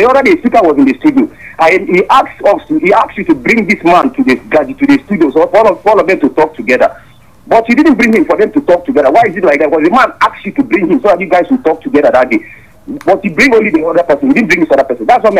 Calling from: Apata, Nigeria; I'm calling from Apata.

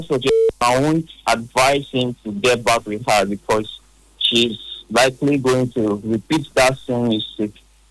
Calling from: Port Harcourt, Rivers, Nigeria; calling from Port Harcourt.

